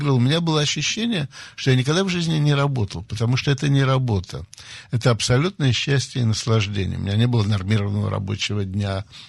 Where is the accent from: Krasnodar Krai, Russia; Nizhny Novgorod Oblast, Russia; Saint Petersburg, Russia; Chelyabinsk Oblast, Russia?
Saint Petersburg, Russia; moved away; я мальчик питерский, занимался карате, прошел русскую армию советскую